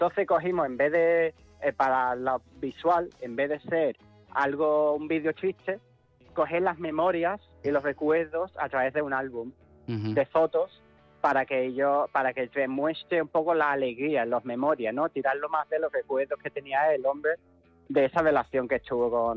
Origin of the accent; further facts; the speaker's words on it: England, United Kingdom; now in Huelva, Spain; Bueno, realmente norteamericano no soy inglés.